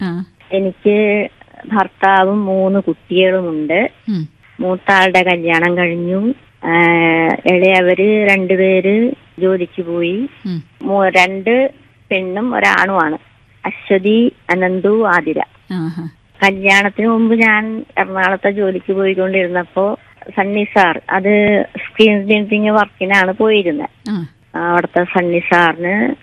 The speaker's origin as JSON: {"language": "Malayalam", "area": "Edappally", "region": "Kerala", "country": "India", "tie": "born there", "moved": "as an adult", "said": "അതും ഉണിച്ചറ ഇടപ്പള്ളിയാണ്. ഉണിച്ചറ എന്ന സ്ഥലത്താണ് ഞാൻ ജനിച്ചത്."}